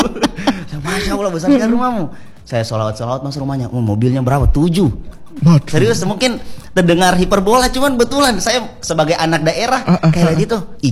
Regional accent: Sulawesi, Indonesia; saya orang Sulawesi tidak enakan ini.

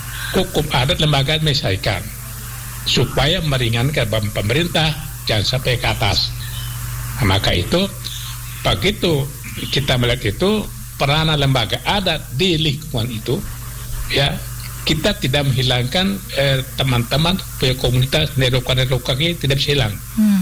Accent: Ende, East Nusa Tenggara, Indonesia; Pertama zaman kita harus akomodir, tapi tidak boleh menghilangkan identitas kita sebagai orang ND.

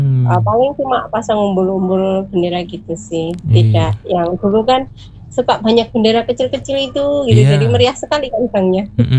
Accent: Cilacap, Central Java, Indonesia; moved away; saya kan aslinya Cilacap gitu ya.

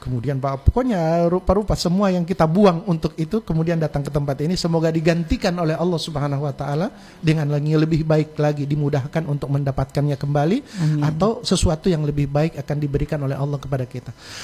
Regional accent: Gorontalo, Indonesia; kita orang Gorontalo

